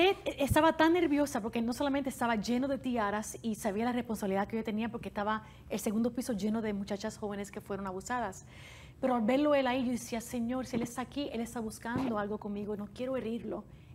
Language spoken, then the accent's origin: Spanish; Puerto Rico; born there; En Puerto Rico, donde yo nací.